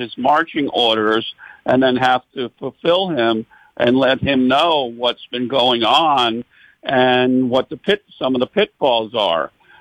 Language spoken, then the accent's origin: English; North Miami Beach, Florida, United States; I grew up in North Miami Beach. I was there since I'm 6 months old, and I participated in Optimist my whole life